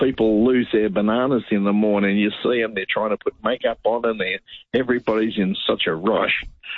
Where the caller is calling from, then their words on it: Geelong, Victoria, Australia; I travel from Geelong to Melbourne every day.